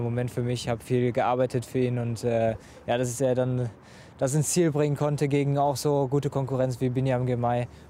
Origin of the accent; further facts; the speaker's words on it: Cologne, North Rhine-Westphalia, Germany; Ich denke, dass kann man als Kölner fast schon mit einer Tour de France-Etappe gleichstellen.